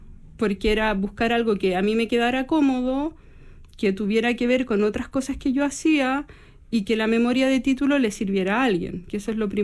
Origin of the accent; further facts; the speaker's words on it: Melipilla, Santiago Metropolitan Region, Chile; Yo soy de Melipilla. Yo soy nacida y criada en Melipilla, soy de Melipilla, vivo en Melipilla, voy todos los fines de semana.